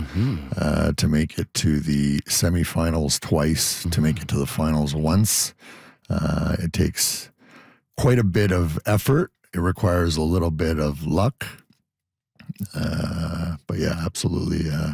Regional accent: Canada; It's truly great to, as a Canadian Croatia

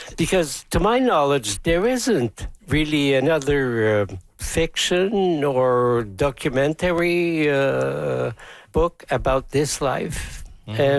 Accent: Ontario, Canada; born there; Oh, I was born in Northern Ontario. That's the country I know best.

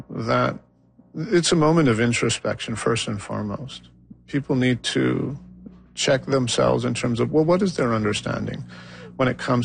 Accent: London, United Kingdom; What steps am I taking as a Londoner, as a member of this community

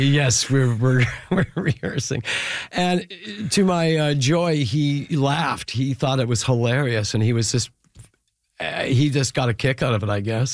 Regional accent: Regina, Saskatchewan, Canada; And then we did the same thing the next night in my hometown of Regina. And now I'm in my hometown with, like, people I knew in the audience.

